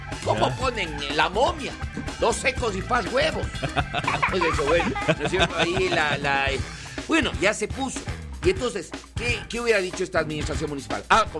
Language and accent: Spanish; Quito, Pichincha, Ecuador; Así somos algunos quiteños.